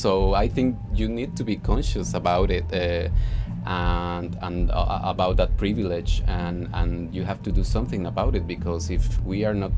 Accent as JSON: {"language": "English", "country": "Mexico", "first_language": "Spanish", "second_language": "English", "said": "I come from Mexico"}